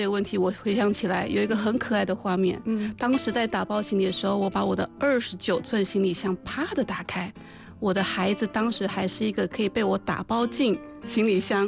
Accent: Taiwan; moved away as an adult; now in Hefei, China; 所以在我的可能人生前30年，我的家人都跟我在台湾，所以台湾这个地方，我的老家是我的家。

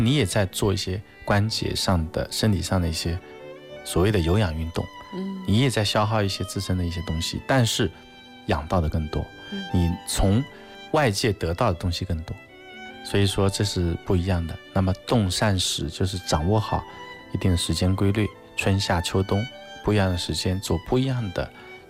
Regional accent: China; 那我们中国人呢，他也是讲究一种中正的饱满的一种气象。

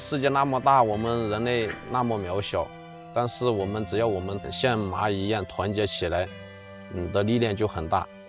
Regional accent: Hunan, China; 我们湖南受灾了，我看到来自全国各地四面八方的救援队和是爱心人士。志愿者都来支援我们湖南，身为我们自己都是湖南人，我们就更应该出一份力。

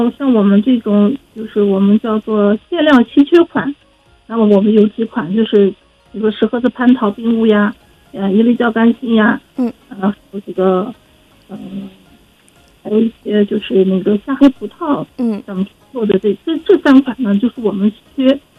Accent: Xinjiang, China; 咱们新疆人

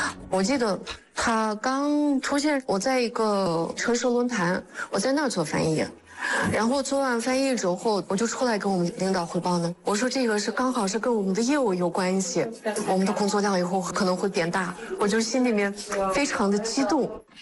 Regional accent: Kyrgyzstan; Chinese is a second language; moved away as an adult; now in Xinjiang, China; 我是在吉尔吉斯坦出生长大的

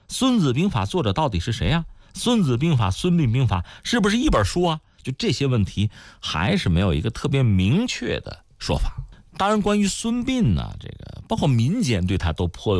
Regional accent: China; 我们中国人

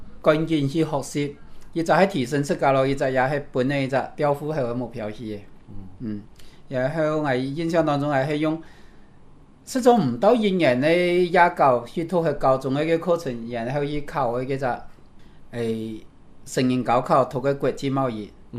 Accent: Guangdong, China; 两个班都系只有我一个广东人

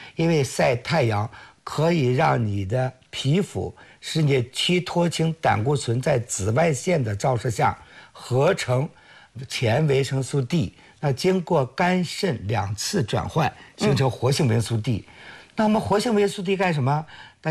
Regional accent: China; 因为我们中国人跟西方人不一样啊，包括我是60年代出生，我们那时候别说喝牛奶了，能吃饱饭就不错了。

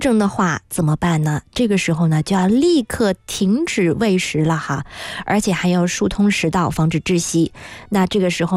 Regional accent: Guangdong, China

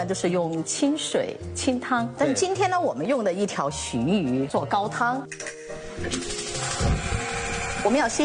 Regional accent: Guizhou, China; 对，因为我来自贵州，这里全是我们贵州的发酵酸。

